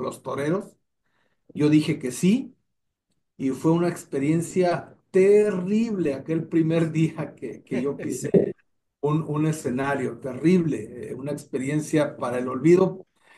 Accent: Reynosa, Tamaulipas, Mexico; Yo soy originario de muy al norte de México, una ciudad que se llama Reynosa, en el estado

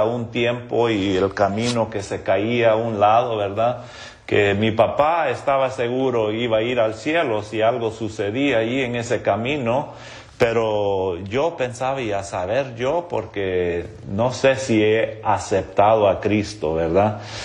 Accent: Honduras; now in United States; Pero me crecí en Honduras y aprendí español al mismo tiempo que inglés. En la casa hablábamos inglés y con mis amigos todos hablábamos en español

